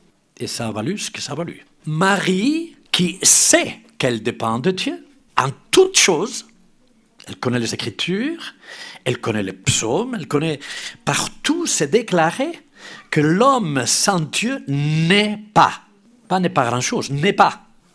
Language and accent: French; Spain; Pour ma part, peut-être parce que je suis espagnol, je préfère cette traduction qui n'enlève rien à l'autre.